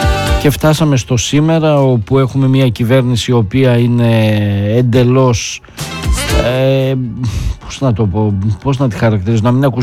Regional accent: Greece; να αποδείξουμε ότι είμαστε Έλληνες

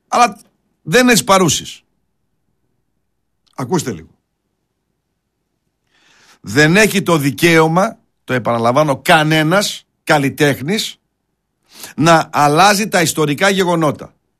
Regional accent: Greece

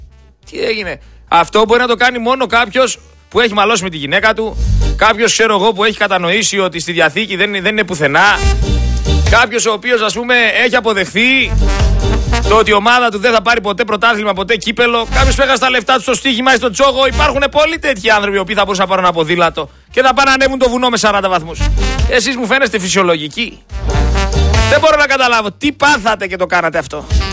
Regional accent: Greece; είμαστε Έλληνες φορολογούμενοι

